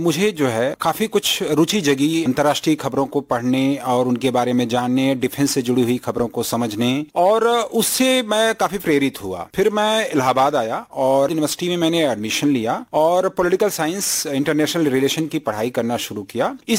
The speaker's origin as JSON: {"language": "Hindi", "area": "Jaunpur district", "region": "Uttar Pradesh", "country": "India", "tie": "born or raised there", "also_born_or_lived": "Allahabad", "moved": "yes", "said": "मेरी प्रारंभिक शिक्षा जौनपुर जिले से हुई है, वहाँ पे मेरा गाँव है बिलकथुआ"}